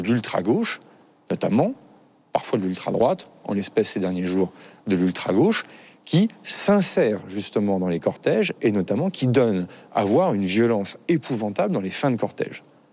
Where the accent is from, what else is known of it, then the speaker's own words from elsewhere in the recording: Vernon, Normandy, France; je suis dans la ville dans laquelle je suis élu, dans laquelle j'ai grandi, à Vernon dans l'Eure.